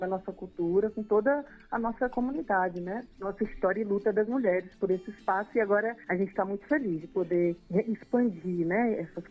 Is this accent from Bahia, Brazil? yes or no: no; Brasília, Federal District, Brazil; como eu sou aqui de Brasília, é uma cidade jovem